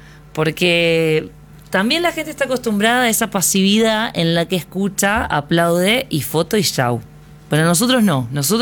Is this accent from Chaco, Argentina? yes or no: no; Buenos Aires Province, Argentina; nosotros somos de Buenos Aires